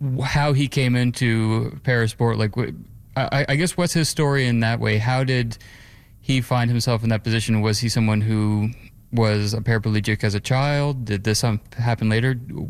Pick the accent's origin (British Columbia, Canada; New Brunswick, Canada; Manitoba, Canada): New Brunswick, Canada; Fredericton; I grew up in New Brunswick. I grew up in the Fredericton area